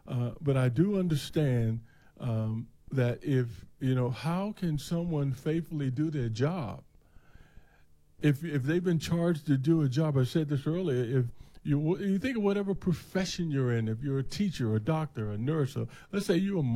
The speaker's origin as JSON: {"language": "English", "town": "Washington", "region": "District of Columbia", "country": "United States", "tie": "born or raised there", "said": "When I was raised in Washington, D.C. Chris, did I tell you I was raised in Washington, D.C.?"}